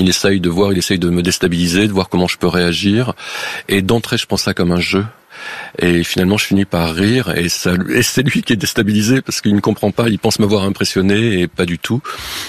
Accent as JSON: {"language": "French", "town": "Les Arcs", "region": "Auvergne-Rhône-Alpes", "country": "France", "tie": "born or raised there", "said": "Alors, je voulais travailler dans ma montagne. J'ai grandi aux Arcs, en Haute-Tarentaise, dans une station de sport d'hiver."}